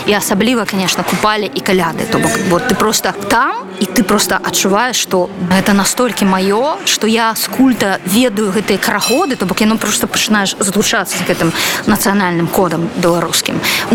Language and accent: Russian; Belarus; росли, мы сами усведомляли, что мы белорусы, что это важно, что это годно, у нас такие-то традиции